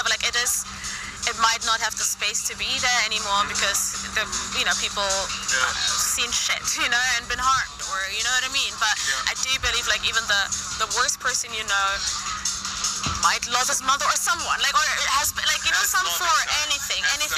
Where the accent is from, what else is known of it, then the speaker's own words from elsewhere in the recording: Berlin, Germany; I'm from Berlin